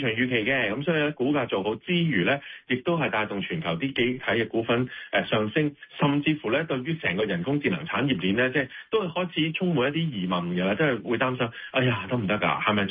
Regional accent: Hong Kong; 作為一個香港人

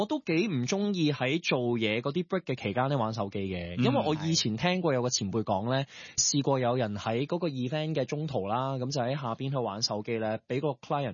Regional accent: Hong Kong; first language Cantonese; 咁得我一個香港人嘅啫

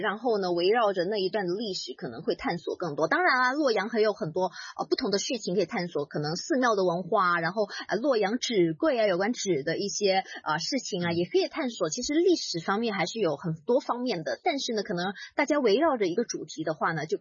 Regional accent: Hong Kong; 跟我们香港人的所认识一样

